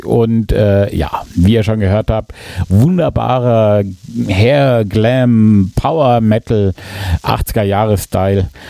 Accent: Erlangen, Bavaria, Germany; Kann man sich vielleicht als Franke und vor allen Dingen als Erlanger ganz gut merken

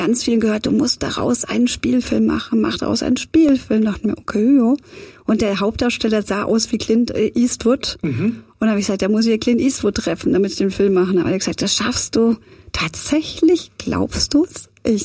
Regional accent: Germany; moved away as an adult; now in Los Angeles, United States

